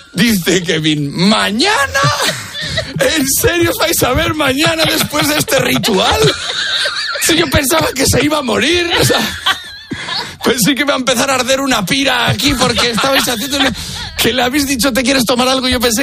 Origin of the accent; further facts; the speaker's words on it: Valladolid, Castile and León, Spain; porque yo soy de Valladolid